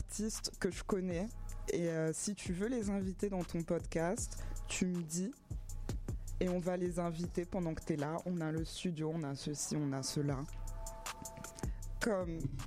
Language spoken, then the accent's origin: French; Southern France, France; moved away as an adult; also born or lived in Guadeloupe / London / Paris; En gros, je suis née en Guadeloupe, j'ai grandi dans le sud de la France. J'ai fait Londres, après j'ai fait Paris